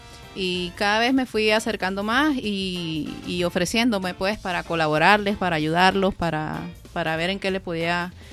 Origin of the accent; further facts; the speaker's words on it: Maturín, Monagas, Venezuela; moved away as an adult; Estoy aquí en el NULA desde hace 5 años. Vengo del Oriente, de Maturín.